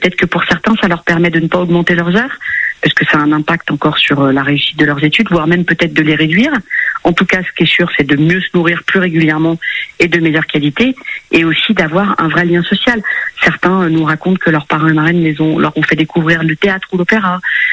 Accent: Lyon, Auvergne-Rhône-Alpes, France; Je suis une pure lyonnaise.

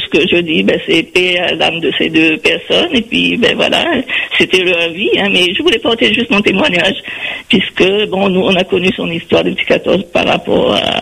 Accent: Saint-Denis, Réunion; now in Paris region, France; je suis née à Saint-Cotide, hein, et puis après, bon, ça fait 52 ans que je suis en métropole

